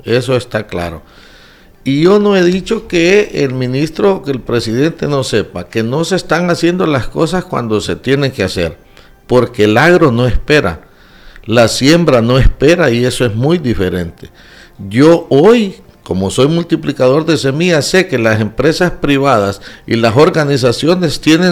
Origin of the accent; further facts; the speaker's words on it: Honduras; a mí en lo personal, como hondureño y productor